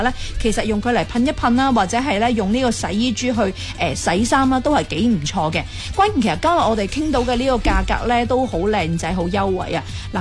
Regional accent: Guangdong, China; 我哋广东人

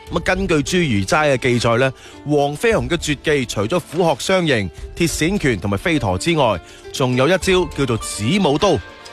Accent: China; 亦都大大涨了我们中国人的志气

